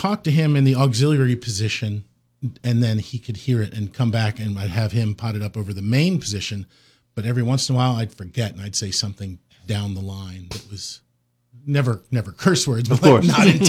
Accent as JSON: {"language": "English", "town": "Baltimore", "region": "Maryland", "country": "United States", "moved": "as an adult", "lives_now": "Shepherdstown, United States", "said": "I'm from the Baltimore area originally, and I came to Shepherd in 88."}